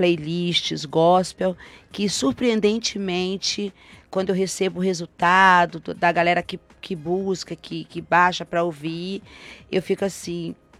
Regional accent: Bahia, Brazil; Eu já tinha feito algo regionalmente na Bahia, que eu sou baiana.

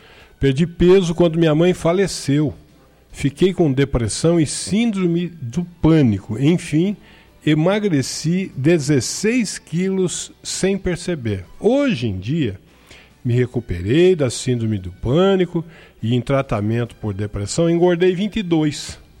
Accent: Araraquara, São Paulo, Brazil; No meu tempo de moleque, eu tô falando aqui de Araraquara, nossa, era bike o dia inteiro.

